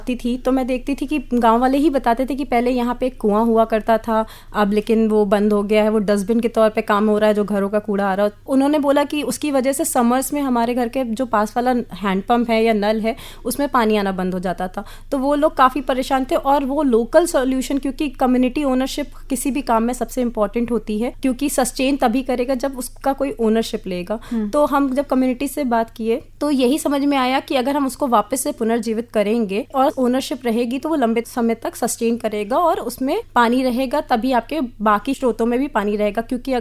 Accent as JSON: {"language": "Hindi", "town": "Banda", "region": "Uttar Pradesh", "country": "India", "tie": "born or raised there", "said": "मैं जिस क्षेत्र से आती हूँ वो बुंदेलखंड में आता है, बांदा जिला. वहाँ पे हमेशा से पानी की समस्या रही, मैंने बचपन से वो पानी की समस्या को फेस किया है."}